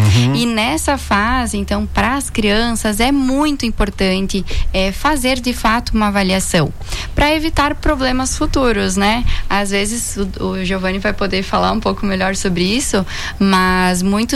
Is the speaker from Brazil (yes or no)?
yes; São Miguel do Oeste, Santa Catarina, Brazil; now in Blumenau, Brazil; Nós somos do Oeste de Santa Catarina.